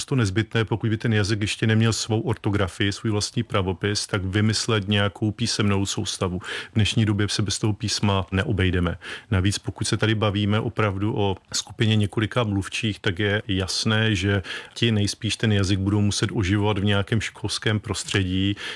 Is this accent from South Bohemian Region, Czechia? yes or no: no; Opava, Moravian-Silesian Region, Czechia; já pocházím ze Slezska, z Opavy, pracuji v Ostravě, takže to je taková, řekněme, příhraniční oblast